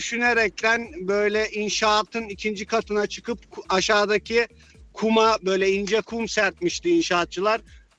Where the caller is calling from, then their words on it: Hamburg, Germany; ben Hamburg'dan.